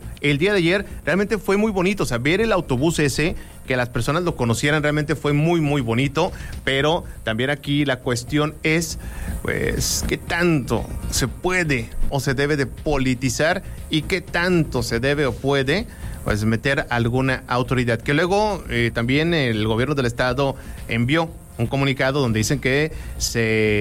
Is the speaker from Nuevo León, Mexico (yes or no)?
yes; San Nicolás de los Garza, Nuevo León, Mexico; son de allá de San Nicolás, de donde yo soy, también.